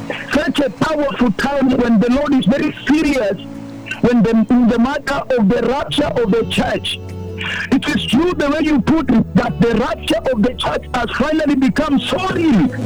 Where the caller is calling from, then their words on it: Uasin Gishu County, Kenya; I'm calling you from Sony here in Wasingishu.